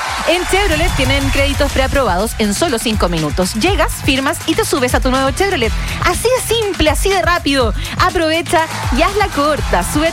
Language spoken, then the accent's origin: Spanish; Chile; ¿Somos rencorosos los chilenos?